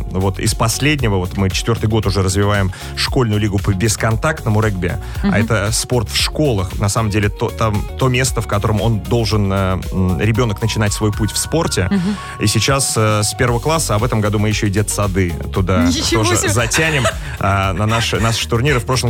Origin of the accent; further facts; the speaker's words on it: Zelenograd, Moscow, Russia; я из Зеленограда